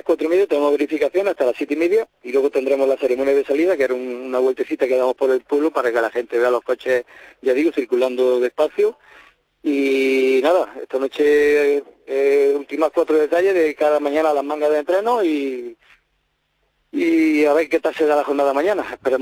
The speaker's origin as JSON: {"language": "Spanish", "town": "Jaén", "region": "Andalusia", "country": "Spain", "said": "a pesar de que soy de Jaén"}